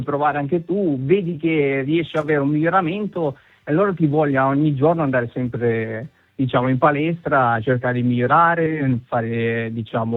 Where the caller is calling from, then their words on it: Sanremo, Liguria, Italy; Che siamo di Sanremo